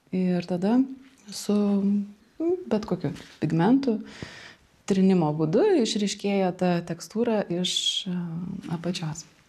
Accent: Vilnius, Vilnius County, Lithuania; Esu iš Vilniaus, esu keramikė, dirbu pagrindę su moliu, darau skulptūras

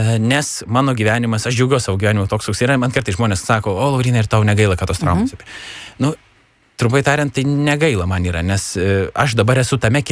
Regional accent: Mažeikiai, Telšiai County, Lithuania; aš augdamas Mažeikiuose, kur yra mano gimtinė

